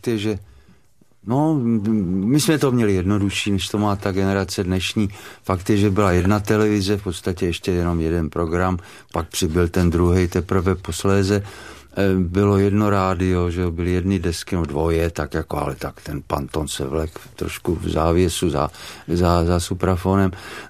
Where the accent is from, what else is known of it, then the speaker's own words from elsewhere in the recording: Liberec, Liberec Region, Czechia; born there; moved away; já jsem ještě taky část dětství prožil v Liberci.